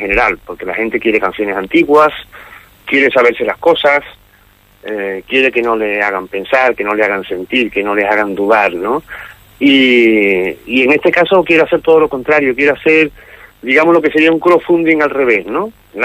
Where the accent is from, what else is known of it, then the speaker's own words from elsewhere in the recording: Huelva, Andalusia, Spain; toda la gente de Huelva que tanto quiero, que es mi tierra